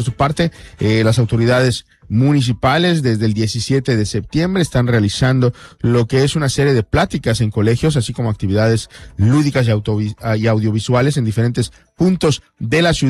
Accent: Yucatán, Mexico; nosotros como yucatecos

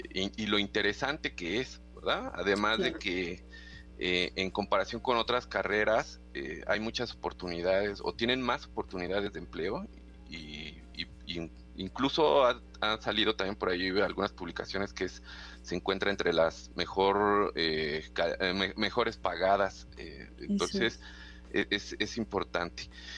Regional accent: Nezahualcóyotl, State of Mexico, Mexico; yo crecí en Valle de Aragón, que es una está en el municipio de Nezahualcóyotl, de Estado de México.

